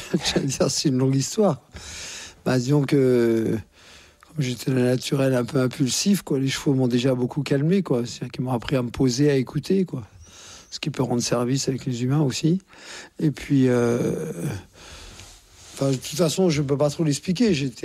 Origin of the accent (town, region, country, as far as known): Courbevoie, Île-de-France, France; born there